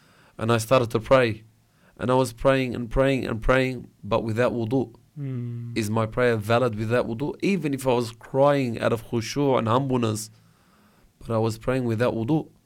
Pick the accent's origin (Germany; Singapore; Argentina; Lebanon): Lebanon; I'm outnumbered. The Lebanese is outnumbered.